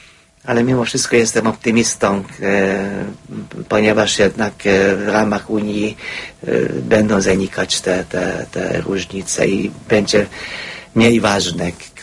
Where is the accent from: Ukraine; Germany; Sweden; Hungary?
Hungary; Polish is a second language; moved away; pochodzę z Węgier.